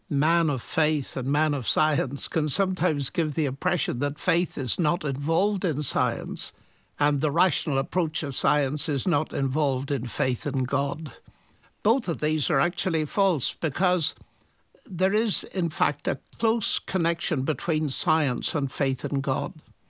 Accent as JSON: {"language": "English", "town": "Armagh", "region": "Northern Ireland", "country": "United Kingdom", "tie": "born or raised there", "said": "my hometown, Armagh."}